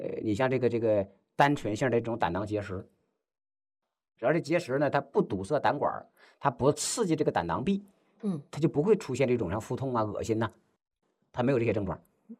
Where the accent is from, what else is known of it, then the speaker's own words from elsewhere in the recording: China; 就是未来我们中国人要实现的这个健康标准